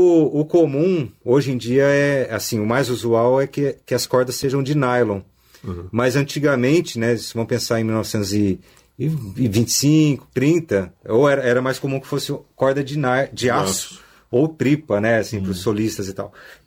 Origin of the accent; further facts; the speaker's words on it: Campinas, São Paulo, Brazil; also born or lived in Jundiaí; Eu, como o Danilo falou, nasci em Jundiaí, mas com 3, 4 meses já estava aqui em Campinas. Então toda a minha trajetória, os amigos, família aqui.